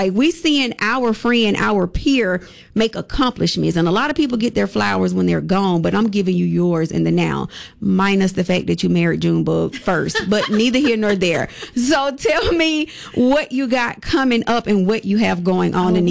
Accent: Bessemer, Alabama, United States; we're both from Big Belsma. We both graduated Jess Lanier High School class of 2000.

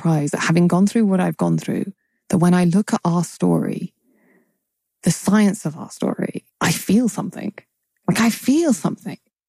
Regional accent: United Kingdom

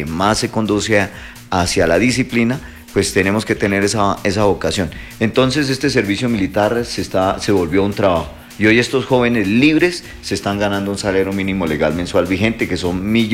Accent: Yopal, Casanare, Colombia; Hace poco tuve dos jóvenes que prestaban servicio, yo vengo de Yopal.

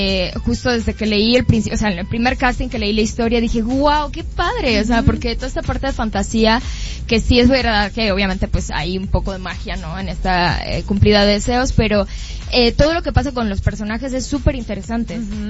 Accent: Matanzas, Cuba; born there; en Matanzas, que es mi provincia donde nací, en Cuba, en el portal de mi casa.

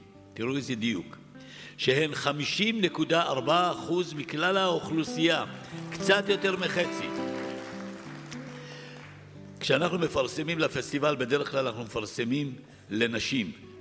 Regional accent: Pardes Hanna, Haifa District, Israel; born there; כי עליתי איתה לארץ לבד, היא, אני והאוהל בתוך המעברה בפרדס חנה, זה מה היה, שנתיים.

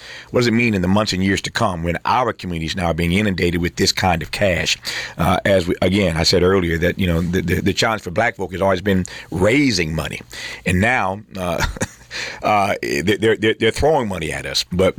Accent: Indiana, United States; He took out a bunch of folk in my home state of Indiana.

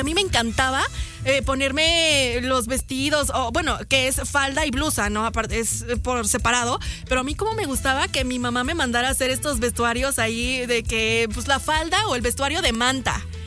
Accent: Mexico; soy de México

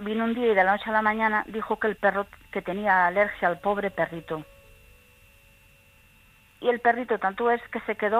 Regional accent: O Grove, Galicia, Spain

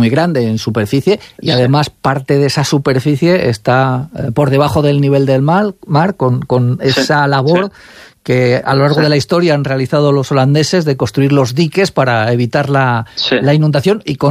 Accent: Ávila, Castile and León, Spain; que como abulenses, como españoles, nos pueda llamar la atención

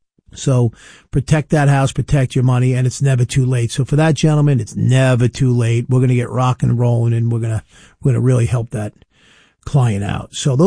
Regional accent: New York, United States; And I'm a New Yorker, born in Piqua, went to Stony Brook University, went to Torah Law School in Huntington. I've owned a house on Long Island, you know, since my mid-20s, another house.

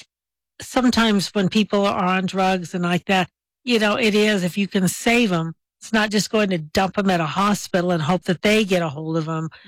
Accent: Albuquerque, New Mexico, United States; because I grew up here in Albuquerque.

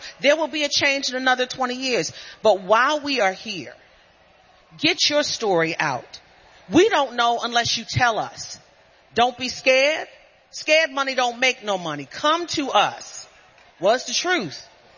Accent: Baltimore, Maryland, United States; I'm from Baltimore. I will get with you.

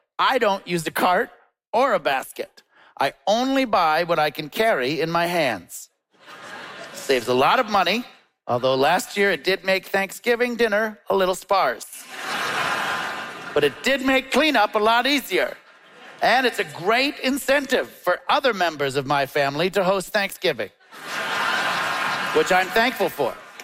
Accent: Toronto, Ontario, Canada; We're back here in my hometown, Toronto.

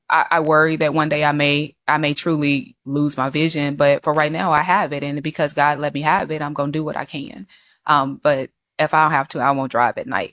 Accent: Alabama, United States; born there; I was born in Alabama. Love it.

